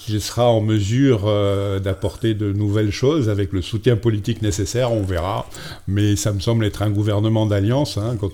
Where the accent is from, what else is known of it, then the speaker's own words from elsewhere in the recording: New Caledonia; quand on est calédonien de cœur, quand on a cette relation, je veux dire, viscérale avec son pays